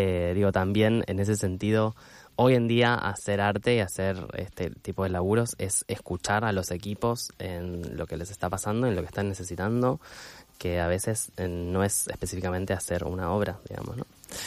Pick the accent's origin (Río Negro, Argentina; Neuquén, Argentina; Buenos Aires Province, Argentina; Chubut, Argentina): Río Negro, Argentina; General Roca; moved away as an adult; now in Buenos Aires, Argentina; Yo soy la única de mi familia nacida y criada en Fisca.